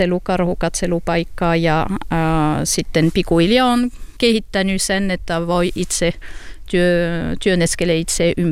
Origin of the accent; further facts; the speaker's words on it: France; Finnish is a second language; now in Finland; Olen ranskalainen. Olen tullut tällä kylälle 2001.